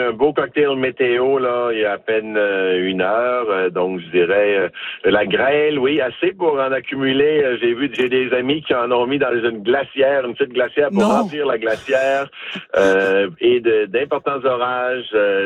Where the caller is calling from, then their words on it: Sarnia, Ontario, Canada; Je suis à Sarnia.